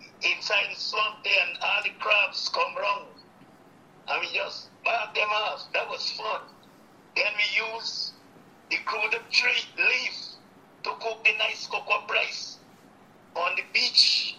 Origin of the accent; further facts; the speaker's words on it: Queenstown, Eastern Cape, South Africa; My childhood days in Queenstown, Essex River was wonderful.